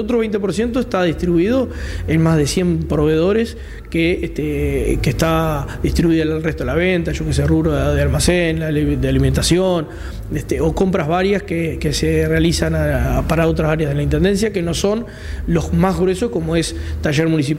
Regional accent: Melo, Cerro Largo, Uruguay; acá que somos de Melo

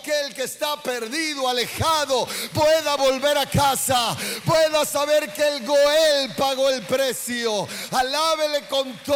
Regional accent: Argentina; born there; no soy solo nacido en Argentina biológicamente.

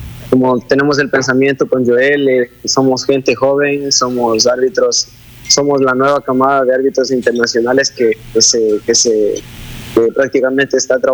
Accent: Ecuador; como todo ecuatoriano soñamos en quedar en los puestos estelares

